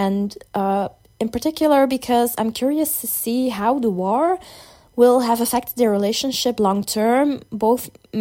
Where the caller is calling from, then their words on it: Belgium; I'm 32 and I'm from Belgium.